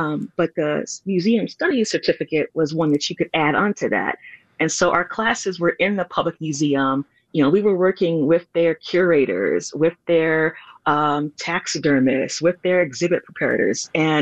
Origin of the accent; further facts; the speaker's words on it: Milwaukee, Wisconsin, United States; I grew up here in Milwaukee, Wisconsin.